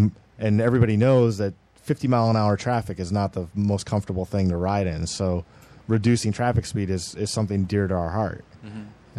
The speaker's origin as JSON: {"language": "English", "town": "Los Angeles", "region": "California", "country": "United States", "said": "And since I'm from West LA, I'm pretty familiar with the people out there."}